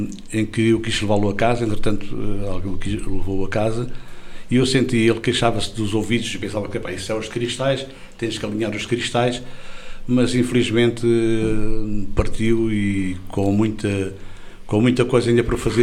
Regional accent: Alentejo, Portugal; eu sou de fronteira, não é? Vila Bunhelvas, fronteira com Badajoz

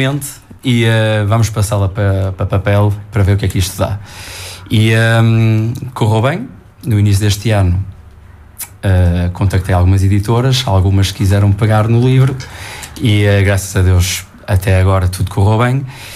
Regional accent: Portugal; born there; also born or lived in France; apesar de não ter nascido em Reunião, nem em Portugal até, nasci em França, em 89, mas vim para cá muito cedo. Os meus pais vieram para cá muito cedo, eu e os meus irmãos também.

